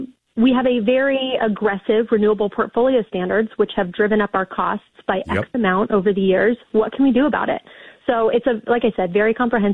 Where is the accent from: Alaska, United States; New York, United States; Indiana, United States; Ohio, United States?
Ohio, United States; I use the example, I'm from Ohio. If you put a ton of solar panels here in Ohio